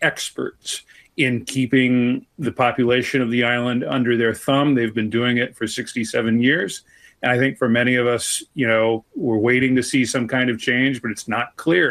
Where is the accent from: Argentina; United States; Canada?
United States; as an American who follows Latin America here in the United States